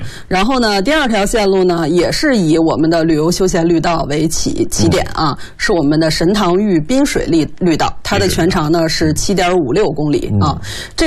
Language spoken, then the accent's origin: Chinese; Beijing, China; 我作为一个土生土长的怀柔人